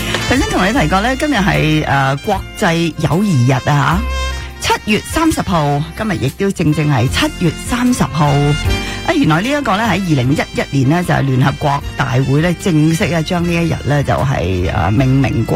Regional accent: Canada

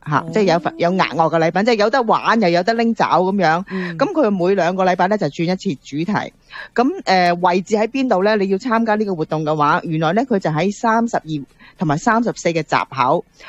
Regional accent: Hong Kong; moved away; 我哋嚟自香港嘅，有時咧都係喜歡翻去探下親啊

